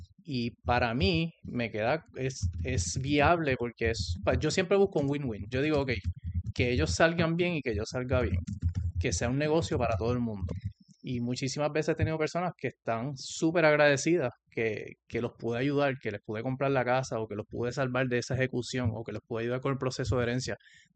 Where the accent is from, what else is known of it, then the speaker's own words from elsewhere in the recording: Puerto Rico; moved away as an adult; now in United States; soy de Calle, Puerto Rico, uh-huh. Nacido y criado. Estudié ahí hasta high school, después me fui al colegio de Mayagüez